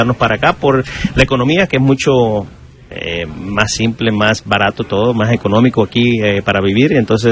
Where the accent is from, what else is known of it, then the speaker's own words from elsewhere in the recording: Honduras; moved away as an adult; now in Chattanooga, United States; porque yo nací en Honduras, me crié en Honduras y me vine para acá cuando tenía 26, 27 años.